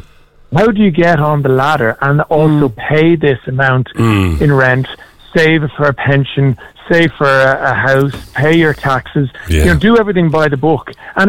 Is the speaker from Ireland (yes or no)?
yes; Dublin, Leinster, Ireland; moved away as an adult; now in Spain; I'm a very proud Dub. I love Dublin.